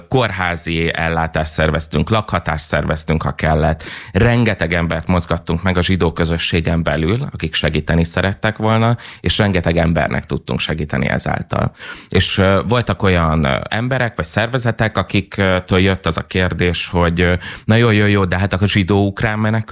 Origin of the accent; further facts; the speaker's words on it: Hungary; magyarként